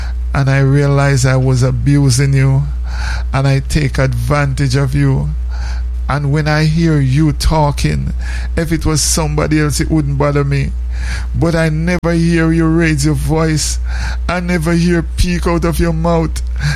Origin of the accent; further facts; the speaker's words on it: Jamaica; But it's because I'm Jamaican.